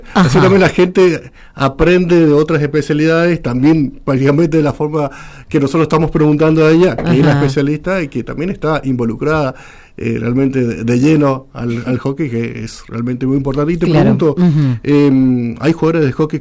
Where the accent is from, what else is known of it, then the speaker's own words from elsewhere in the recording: Apóstoles, Misiones, Argentina; Apóstoles, donde soy oriundo